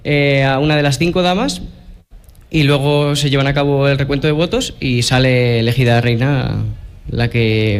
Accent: Guijuelo, Castile and León, Spain; la verdad es que un gusto estar aquí y haberos recibido aquí en mi pueblo.

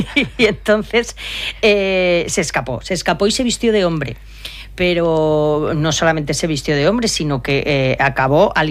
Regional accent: Peralta, Navarre, Spain; la siguiente vez que fui a mi pueblo, a Peralta, en Navarra, el párroco me dijo: oye, me han dicho mis padres que me puedes pegar.

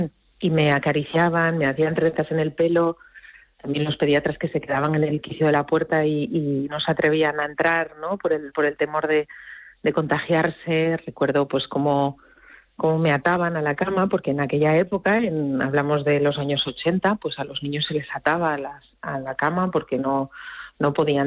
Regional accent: Asturias, Spain; Central de Asturias, porque yo soy asturiana, pues en brazos de unos padres aterrados

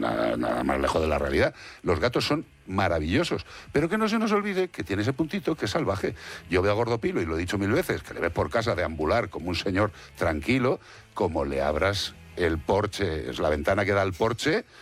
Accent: Madrid, Community of Madrid, Spain; born there; No, yo nací en Madrid.

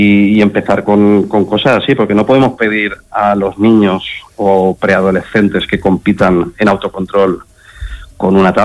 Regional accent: Valencia, Valencian Community, Spain

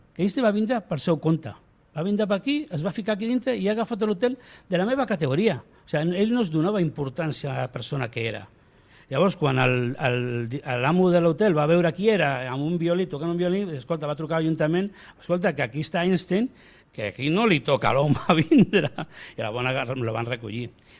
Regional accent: Barcelona, Catalonia, Spain; jo vaig néixer a l'Hospital Sant Pau

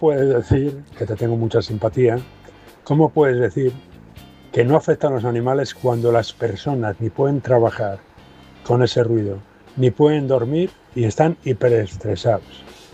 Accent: Valladolid, Castile and León, Spain; now in Fuerteventura, Spain; de Valladolid, pero estoy en Fuerteventura.

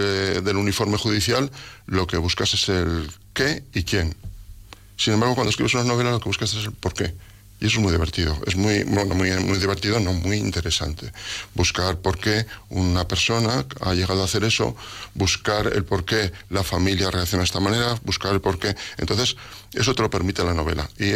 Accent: Calamocha, Aragon, Spain; moved away; en mi pueblo, en Calamocha.

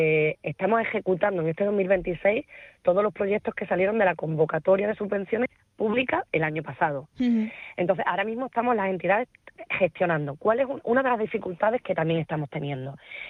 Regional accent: Extremadura, Spain; Yo soy extremeña, trabajo en Extremadura

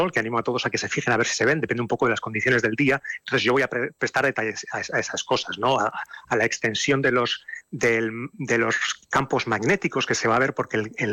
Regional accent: Pamplona, Navarre, Spain; Yo soy de Pamplona, pero tengo mis padres y mis abuelos eran de Lodosa.

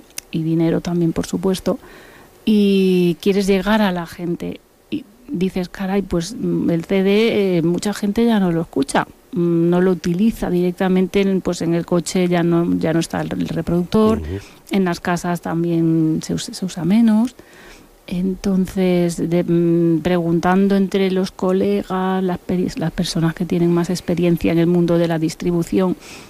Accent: Buenos Aires, Argentina; born there; El castellano, que es mi lengua madre. El gallego, que por casi no lengua madre, diríamos lengua abuela, porque yo nací en Buenos Aires

